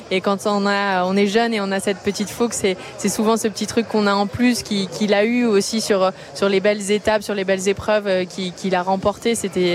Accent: Occitanie, France; Et là, de pouvoir le faire aujourd'hui en Ariège, chez moi, on va passer dans des lieux clés là où j'ai grandi, donc c'est chouette.

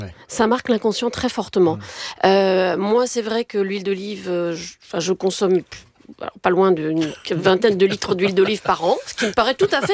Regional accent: Tunisia; born there; Je suis née en Tunisie.

